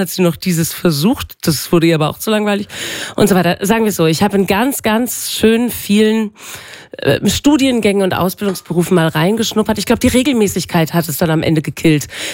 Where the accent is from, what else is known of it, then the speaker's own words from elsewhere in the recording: Lower Saxony, Germany; first language Low German; German is a second language; Ich komme eigentlich aus dem hohen Norden, aus Ostfriesland. Deswegen ist Plattdeutsch meine Erstsprache oder meine Heimatsprache, meine Herzenssprache.